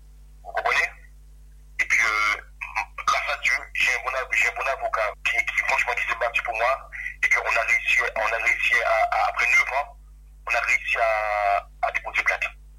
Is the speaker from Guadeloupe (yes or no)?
yes; Guadeloupe; now in France; moi, je suis un Guadeloupéen et j'ai le mental.